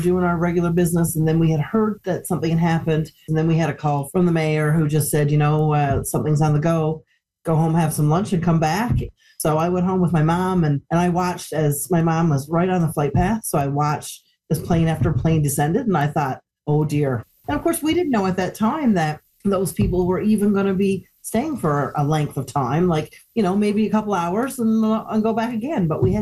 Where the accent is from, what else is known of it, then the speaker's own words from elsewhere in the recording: Newfoundland and Labrador, Canada; We think it's ordinary because we're born and raised in Newfoundland to be those kind and helpful and compassionate people.